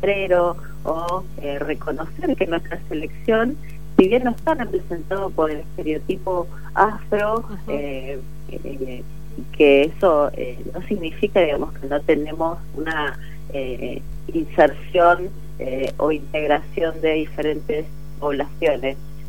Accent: Argentina

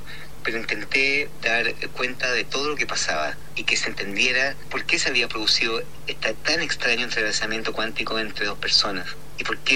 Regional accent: Chile; como chileno y latinoamericano

